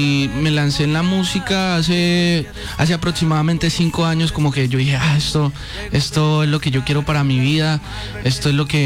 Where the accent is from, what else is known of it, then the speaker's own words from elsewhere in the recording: Garzón, Huila, Colombia; moved away as an adult; also born or lived in Neiva; now in Medellín, Colombia; soy de Garzón Huila. Vengo, hace poco me mudé para la ciudad de Medellín. Llevo aproximadamente nueve meses viviendo en esa ciudad. Anteriormente pues vivía en el Huila. Yo estudié en Neiva Huila ingeniería